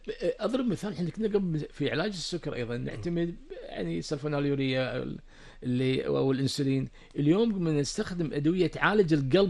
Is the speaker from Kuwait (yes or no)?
yes; Kuwait; كما يحدث عندنا في الكويت